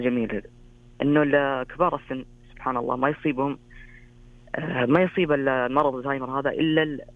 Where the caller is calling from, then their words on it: Taif, Makkah Province, Saudi Arabia; من الطائف.